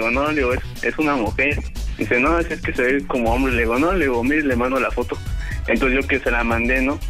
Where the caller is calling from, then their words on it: Mexico City, Mexico; yo estoy aquí en la Ciudad de México.